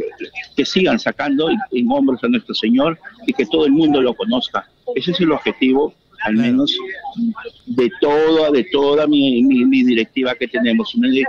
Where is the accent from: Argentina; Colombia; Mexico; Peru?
Peru; now in Barcelona, Spain; soy peruano, ¿no? Llevo 26 años acá en Barcelona